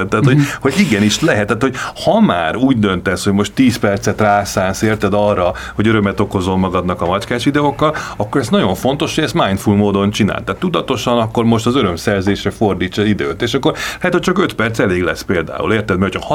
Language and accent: Hungarian; Budapest, Hungary; a budai környéken, ahol én felnőttem